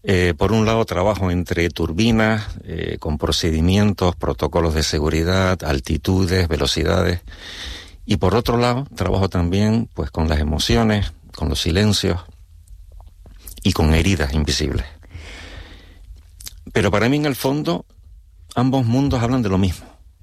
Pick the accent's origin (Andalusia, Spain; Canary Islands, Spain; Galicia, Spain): Canary Islands, Spain; Puerto del Rosario; Sí, soy de Puerto Rosario, y que quede constancia de mi bonita y querida isla Fuerteventura.